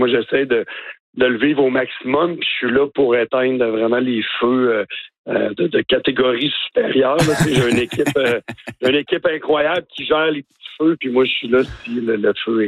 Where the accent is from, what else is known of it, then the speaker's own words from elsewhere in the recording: Baie-Saint-Paul, Quebec, Canada; on est born and raised, là, tu sais, on est de Baie-Saint-Paul, fait qu'on connaît les gens